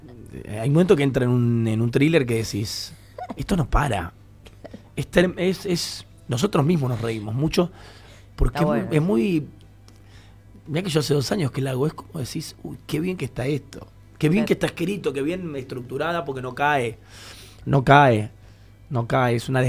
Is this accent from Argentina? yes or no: yes; Argentina; now in Buenos Aires, Argentina; Que aparte son un poquito más argentinos que nosotros mismos